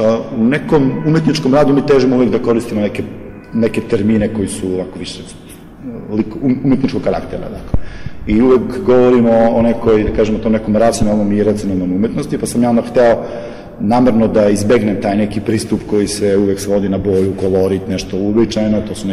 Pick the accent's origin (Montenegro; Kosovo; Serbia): Serbia; Vranje, Southern and Eastern Serbia; Ja sam slikar iz Vranja